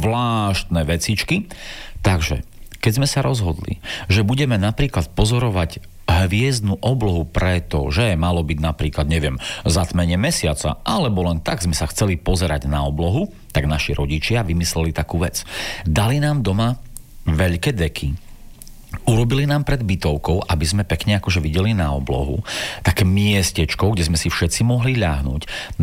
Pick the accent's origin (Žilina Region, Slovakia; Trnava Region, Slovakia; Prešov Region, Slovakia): Prešov Region, Slovakia; Bardejov; o bytovke, v ktorej som vyrastal v Bardejove, o K5-ke.